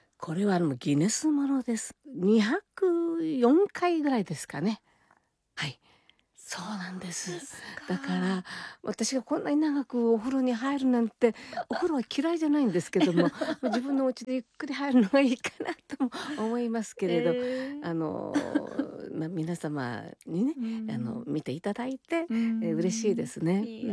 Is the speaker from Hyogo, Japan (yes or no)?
no; Kyoto, Japan; born there; accent: Kansai dialect; 京都で生まれて、まあ、関西弁だったので